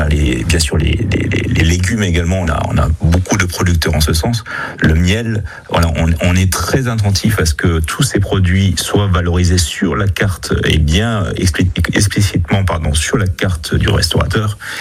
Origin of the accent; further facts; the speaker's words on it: Grand Est, France; comme on aime bien par chez nous en Moselle.